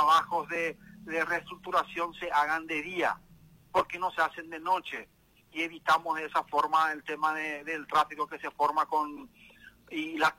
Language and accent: Spanish; Paraguay; nosotros ahora como paraguayos